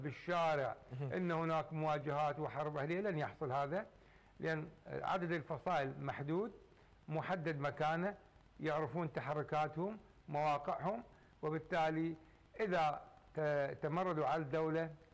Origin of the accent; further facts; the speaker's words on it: Iraq; ونحن كعراقيين بوصفنا عراقيين